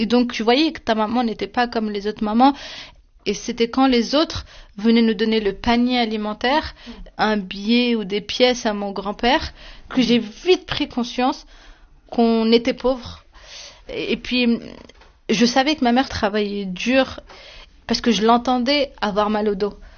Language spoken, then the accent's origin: French; Oujda, Oriental, Morocco; born or raised there